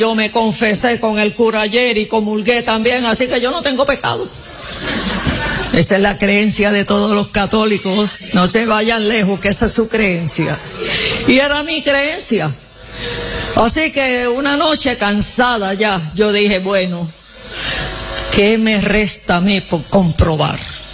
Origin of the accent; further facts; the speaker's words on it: Puerto Rico; moved away; Acuérdense que yo vengo de Puerto Rico.